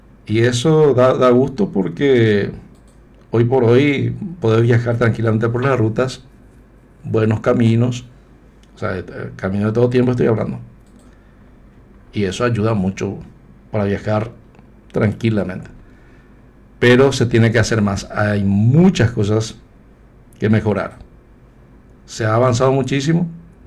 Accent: Paraguay; yo como ciudadano, yo como paraguayo

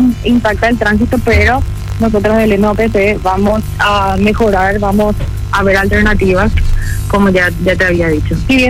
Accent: Luque, Central, Paraguay; Sí, yo también soy de Luque.

